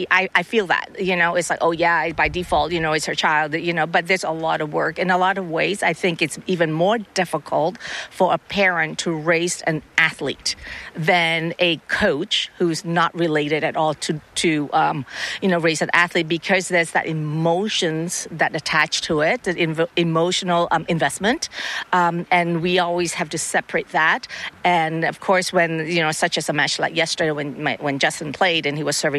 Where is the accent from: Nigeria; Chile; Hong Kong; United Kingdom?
Hong Kong; also born or lived in Canada; now in United States; I grew up in three. I grew up in Hong Kong, played under the Hong Kong Tennis Federation, and then I came to Canada. And then when we lived in the U.S., it was the USTA